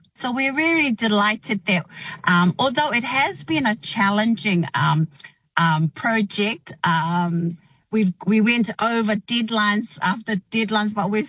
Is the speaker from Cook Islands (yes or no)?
yes; Mauke, Cook Islands; also born or lived in Rarotonga; Our mum comes from Mauke. I was born in Rarotonga and raised in the beautiful island of Mauke.